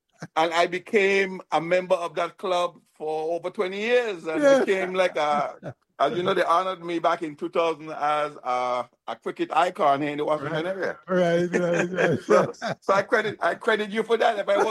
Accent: Nevis, St. Kitts & Nevis; A young kid growing up in Nevis, I fell in love with, believe it or not … who's been my lifelong musical hero.

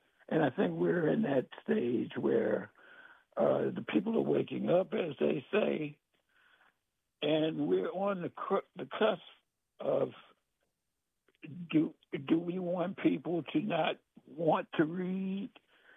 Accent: Washington, District of Columbia, United States; born or raised there

